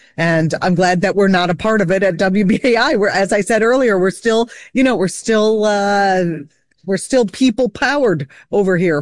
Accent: United States; As an American

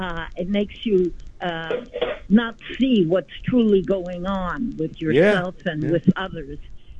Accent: Havana, Cuba; moved away; I grew up in La Habana, Cuba

